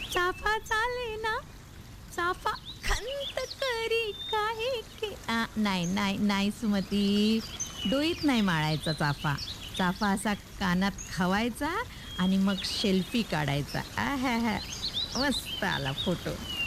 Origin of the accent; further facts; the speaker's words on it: Maharashtra, India; अगं मी मराठीच आहे।